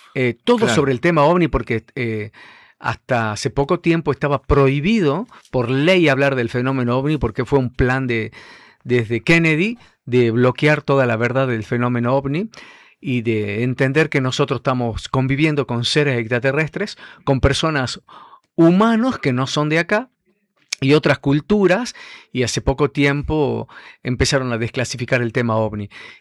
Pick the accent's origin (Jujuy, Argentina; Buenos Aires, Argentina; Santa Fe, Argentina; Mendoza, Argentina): Jujuy, Argentina; muy contento de ir como argentino y como jujeño a Estados Unidos